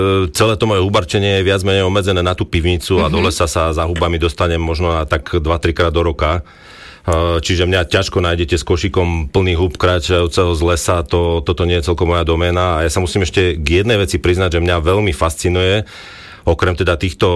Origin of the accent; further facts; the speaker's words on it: Považská Bystrica, Trenčín Region, Slovakia; keďže som z Považskej Bystrice